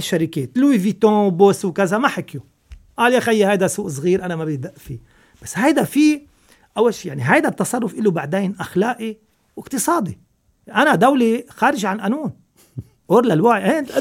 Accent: Lebanon; also born or lived in France

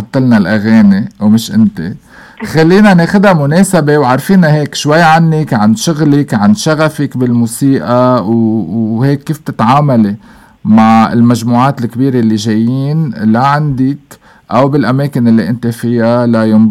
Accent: Lebanon; نحن كلبنانيين مفركشين فيه

